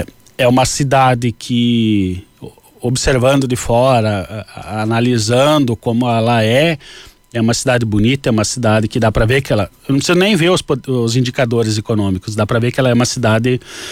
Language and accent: Portuguese; Santa Catarina, Brazil; also born or lived in Paraná; now in Rio Grande do Sul, Brazil; Já morei nos 3 estados do Sul. E eu sou de Santa Catarina, né? Mas eu já morei também no Paraná e agora é a segunda cidade no Rio Grande do Sul.